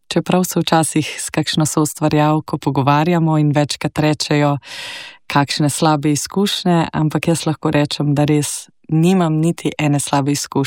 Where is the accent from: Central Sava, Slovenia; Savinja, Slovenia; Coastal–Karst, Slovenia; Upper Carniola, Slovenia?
Upper Carniola, Slovenia; Bohinjska Bela; Prihajam iz Gorenjske, iz Bohinjske Bele.